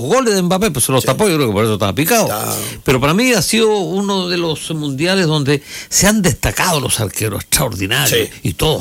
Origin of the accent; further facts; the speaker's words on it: Chile; yo soy chileno.